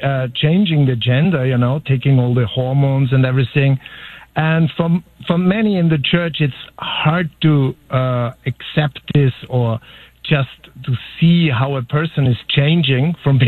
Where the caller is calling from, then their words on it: Vienna, Austria; I'm from Austria, Vienna. There I'm a pastor. I have a small church there, and I'm on vacation here